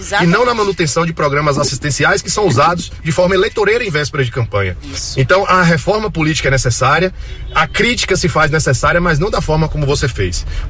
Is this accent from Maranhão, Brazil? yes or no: no; Bahia, Brazil; eu sou do interior da Bahia, uma cidade de 17 mil habitantes